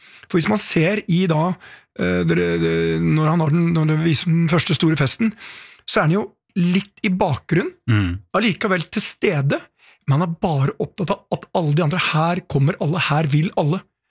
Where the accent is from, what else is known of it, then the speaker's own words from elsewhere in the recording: Porsgrunn, Telemark, Norway; vi er fra Porsken begge